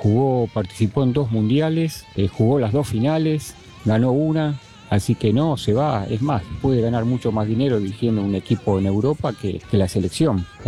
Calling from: Buenos Aires, Argentina; de Caballito.

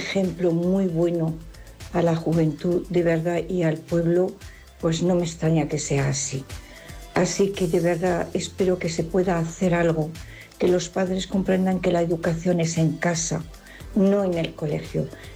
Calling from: Zaragoza, Aragon, Spain; Buenos días … de Zaragoza.

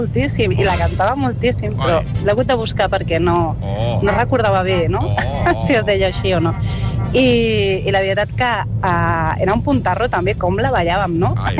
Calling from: Terrassa, Catalonia, Spain; de Terrassa.

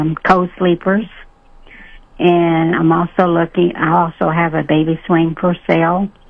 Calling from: Marshall, Missouri, United States

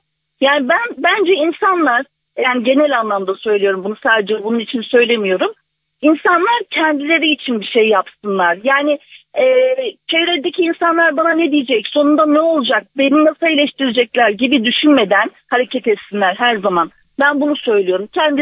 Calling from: Gebze, Kocaeli, Turkey; Kocaeli Gebze'den arıyorum.

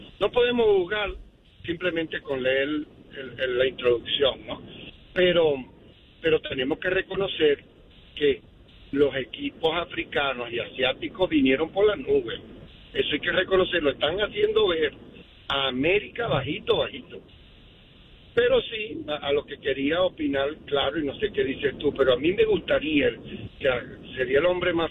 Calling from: Utah, United States

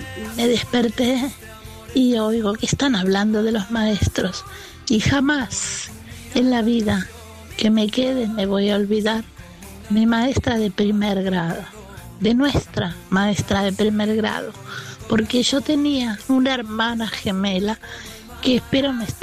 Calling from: Buenos Aires, Argentina; de Villa del Parque.

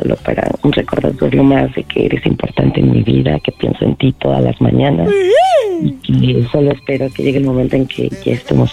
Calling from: Chalco, State of Mexico, Mexico; De Chalco.

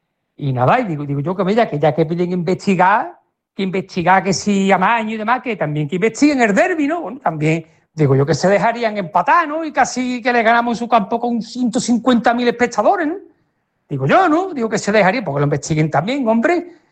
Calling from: San José de la Rinconada, Andalusia, Spain; Sevillista desde San José de la Rinconada.

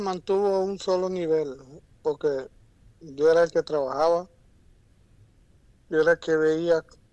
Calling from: Santiago de Veraguas, Veraguas, Panama; Como yo soy acá de Santiago.

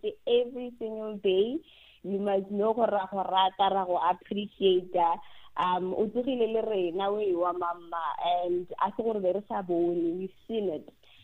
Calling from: Johannesburg, Gauteng, South Africa; I'm calling from Johannesburg.

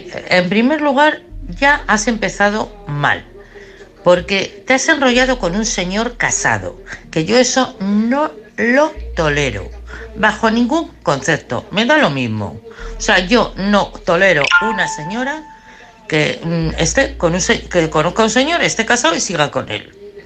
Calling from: Madrid, Community of Madrid, Spain; de Madrid.

